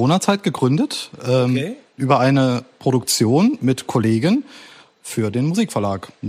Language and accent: German; Saarland, Germany; now in Rhineland-Palatinate, Germany; Ich selbst bin auch Saarländer, ich bin quasi nur zugewanderter Pfälzer.